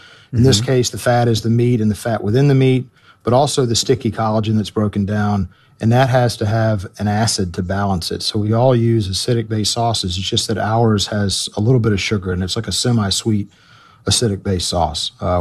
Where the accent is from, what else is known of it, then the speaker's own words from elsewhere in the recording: Memphis, Tennessee, United States; born there; I was born in Memphis.